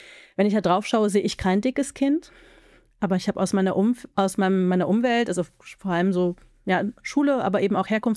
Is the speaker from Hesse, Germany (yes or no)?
no; Halle, Saxony-Anhalt, Germany; ich komme aus Halle, wir waren, meine Mutter kommt aus Berlin und da war so der Rest oder war und ist der Rest der Familie.